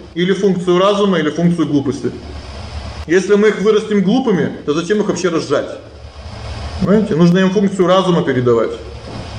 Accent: Khabarovsk, Khabarovsk Krai, Russia; born there

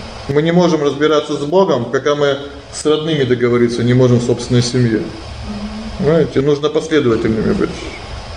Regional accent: Khabarovsk, Khabarovsk Krai, Russia; born there

